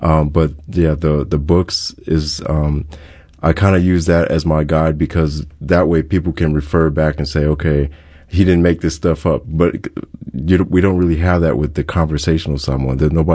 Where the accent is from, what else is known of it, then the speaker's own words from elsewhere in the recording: Hawaii, United States; But other times it's like, okay, yeah, I'm Hawaiian, whatever.